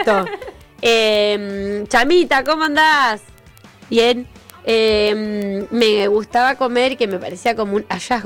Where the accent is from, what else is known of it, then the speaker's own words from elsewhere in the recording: Perito Moreno, Santa Cruz, Argentina; moved away; yo de perito, obviamente.